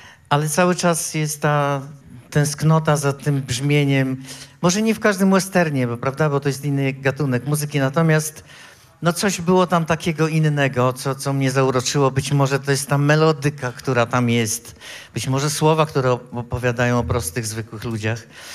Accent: Warmian-Masurian Voivodeship, Poland; born there; now in Warmia, Poland; ja się urodziłem na Mazurach, mieszkam teraz na Warmii, więc trochę tej pewnie ludowej nuty, tej mazursko-warmińskiej jest we mnie

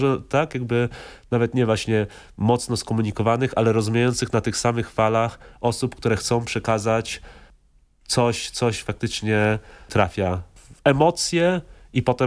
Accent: Australia; first language English; Polish is a second language; Potem dopiero angielski, no bo ze względu na to, że się wychowałem w Australii, no to myślę po angielsku.

